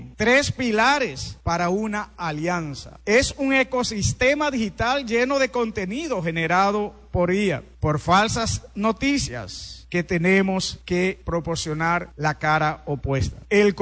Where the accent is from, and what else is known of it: Dominican Republic